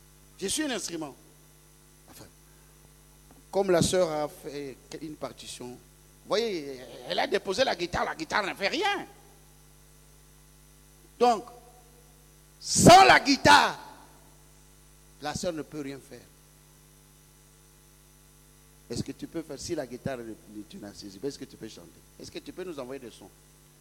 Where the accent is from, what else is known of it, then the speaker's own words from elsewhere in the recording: DR Congo; moi, je suis de la RDC, mais quand je cite mon village, on va chercher dans la carte, on n'en trouvera pas. Mais je suis fier d'être né là-bas, de grandir dans cette poussière.